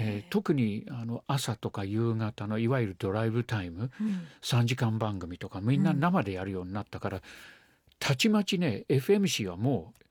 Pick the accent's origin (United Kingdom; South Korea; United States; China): United Kingdom; London; Japanese is a second language; now in Japan; 僕はもう紛れもなく、1950年代のロンドンで生まれたものだから、青春時代は60年代 … とかその辺の、音楽とともに育った人間、でしかも場所がロンドンですから